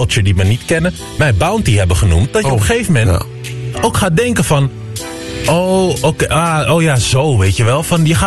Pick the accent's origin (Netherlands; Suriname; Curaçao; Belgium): Suriname; ik ben Surinaamse jongen, ik werk bij het nieuws.